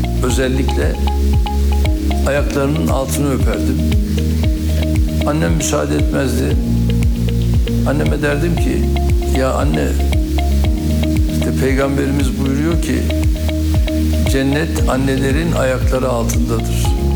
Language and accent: Turkish; Istanbul, Turkey; Tabii Kasımpaşa'nın verdiği o ruhu da kaybetmedik. Eyvallah Kasımpaşalıyız.